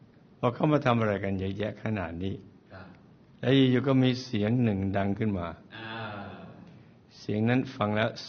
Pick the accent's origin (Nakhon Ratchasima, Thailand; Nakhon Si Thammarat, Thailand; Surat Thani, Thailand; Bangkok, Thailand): Nakhon Ratchasima, Thailand; ผมเนี่ยเป็นคนโคราชบ้านเอง